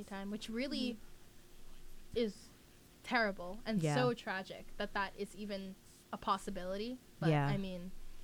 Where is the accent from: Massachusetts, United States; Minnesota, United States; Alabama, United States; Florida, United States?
Florida, United States; and we were, because I'm from Florida, and I'm